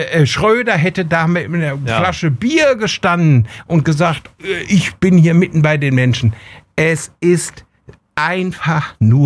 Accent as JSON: {"language": "German", "town": "Bünde", "region": "North Rhine-Westphalia", "country": "Germany", "tie": "born or raised there", "said": "die am 8. Oktober in meine Heimat nach Bünde kommen in die Stadthalle"}